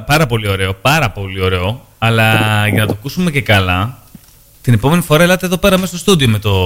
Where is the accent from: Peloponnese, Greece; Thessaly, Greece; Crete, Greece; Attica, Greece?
Attica, Greece; Irakleio; την ευγένειά μου όλοι από το Ηράκλειο Αττικής την πήρα